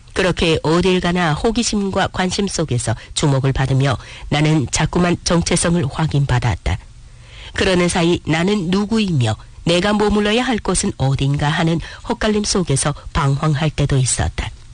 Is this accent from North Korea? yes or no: no; Jilin, China; now in Qingdao, China; 내게 고향이 어디냐고 묻는다면 한치의 망설임도 없이 연변이라 말하겠지만